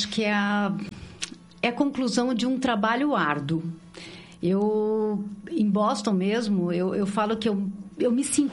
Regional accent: Brazil; eu sou brasileira

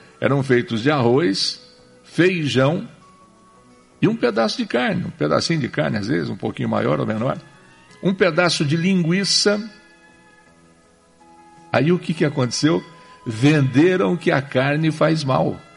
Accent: Santo Antônio da Platina, Paraná, Brazil; born there; Morei na fazenda do Valmor, lá na região ali de Santo Antônio da Platina. Morei lá na fazenda do Valmor, lá.

